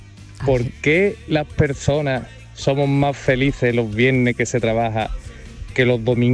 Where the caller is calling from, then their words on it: Osuna, Andalusia, Spain; El largo de Osuna.